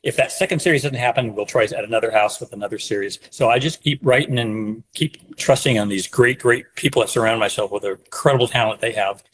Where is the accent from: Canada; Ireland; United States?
Ireland; And then I came up with … because I'm an Irishman and there's a town called that.